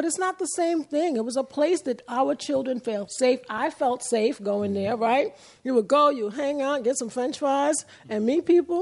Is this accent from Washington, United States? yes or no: no; New York City, New York, United States; also born or lived in Grenada; I'm from Harlem all the way. I grew up on 143rd and St. Nicholas Avenue.